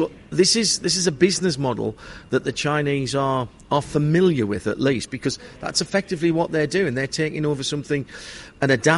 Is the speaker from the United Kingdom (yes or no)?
yes; Sunderland, North East England, United Kingdom; up in my hometown in Sunderland